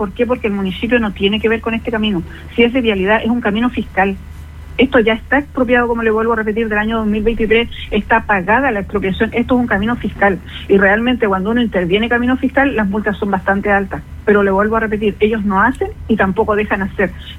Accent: Chile; en este país, en mi país

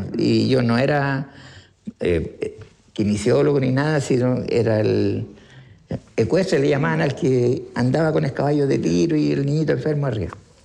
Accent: Santiago, Santiago Metropolitan Region, Chile; now in Laja, Chile; Yo venía con eso, yo vengo de Santiago, ¿cierto? Y vengo con eso de criar lombrices. Venía de allá yo con criar lombrices.

